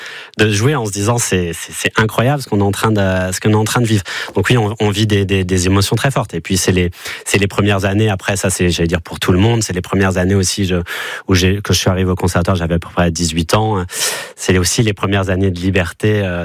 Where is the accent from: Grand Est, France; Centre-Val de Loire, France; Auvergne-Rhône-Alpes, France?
Centre-Val de Loire, France; Orléans; Moi, j'ai grandi à Orléans